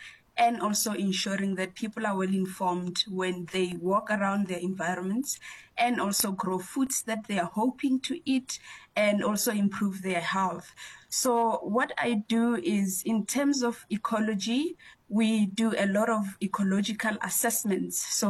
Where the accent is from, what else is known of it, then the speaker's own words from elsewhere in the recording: Limpopo, South Africa; I grew up in Limpopo